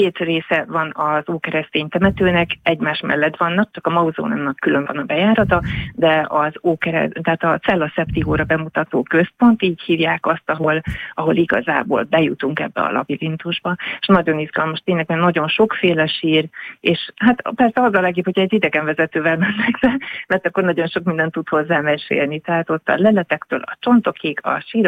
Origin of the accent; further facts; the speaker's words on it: Pécs, Baranya, Hungary; nyilván pécsiként azt mondom, hogy még annál is szebb és izgalmasabb